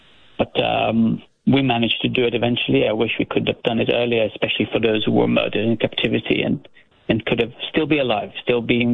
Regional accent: Sderot, Southern District, Israel; that are happening in my hometown Sderot, happening in kibbutzim I grew up in and played in, and to classmates and teachers, and of course to my family.

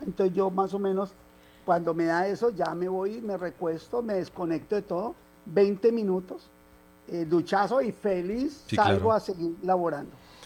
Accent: Bogotá, Colombia; moved away; yo soy rolo, a mí me gusta estar activo. O sea, uno de Bogotá

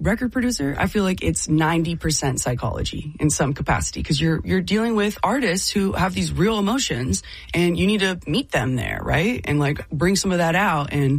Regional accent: Worthington, Ohio, United States; born or raised there

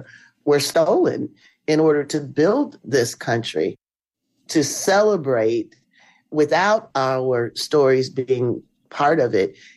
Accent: Canton, Ohio, United States; So my mother was born and raised in Canton, Ohio. I was born and raised in Canton, Ohio.

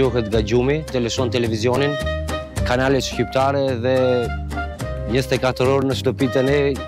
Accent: Albania; Ne zakonisht nga kjo pjesë jemi toskë.

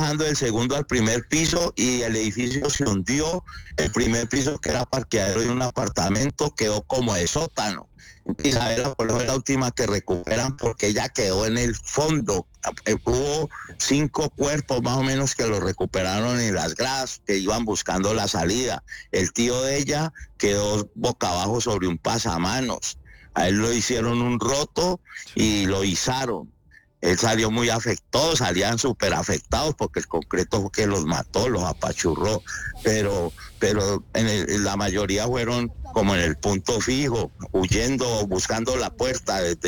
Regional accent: Cali, Valle del Cauca, Colombia; del barrio Champañá, porque nosotros crecimos en el Champañá y de ahí mis padres vinieron a vivir a la Plaza de Toros.

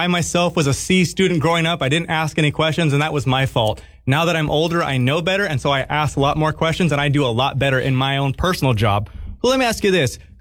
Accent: California, United States; because I know when I grew up in Kern County, all I thought about was either working in the fields or working in like the oil industry.

